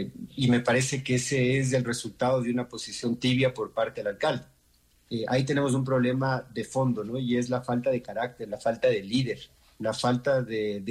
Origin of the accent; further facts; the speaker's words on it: Quito, Pichincha, Ecuador; los damnificados finalmente somos los quiteños